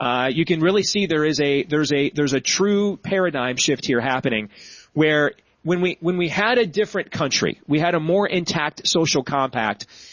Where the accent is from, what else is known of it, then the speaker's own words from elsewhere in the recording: Iowa, United States; I think in my home state, Randy Feenstra was kind of the dying gasp of that.